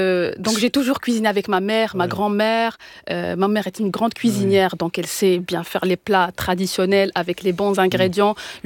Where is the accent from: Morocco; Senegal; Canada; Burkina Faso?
Morocco; El Jadida, Casablanca-Settat; also born or lived in Sefrou; Alors, je suis née à Sefrou, mais j'ai grandi une grande partie de ma vie à El Jadida, c'est une ville côtière.